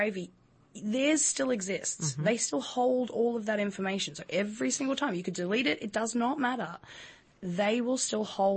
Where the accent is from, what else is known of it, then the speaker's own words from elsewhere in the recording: Australia; now in United States; I don't know if you've pegged the accent, but not from here.